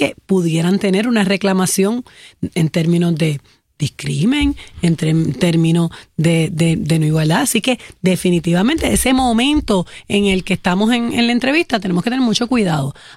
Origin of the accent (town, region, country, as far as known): Puerto Rico